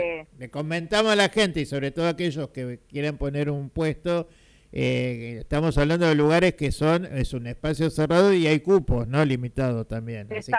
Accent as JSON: {"language": "Spanish", "country": "Argentina", "said": "Si nosotros somos argentinos."}